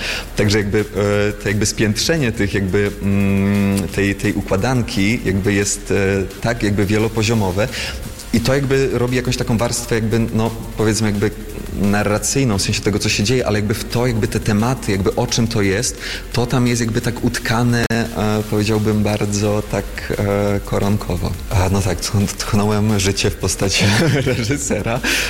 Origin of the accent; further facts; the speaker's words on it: Český Těšín, Moravian-Silesian Region, Czechia; Ja pochodzę z czeskiego Cieszyna, z Zaolzia, czyli mniejszość polska narodowa na Zaolziu